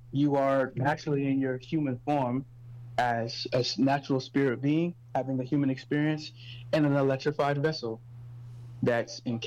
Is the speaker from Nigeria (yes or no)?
yes; Nigeria; You know, as a Nigerian man too, it's a very odd.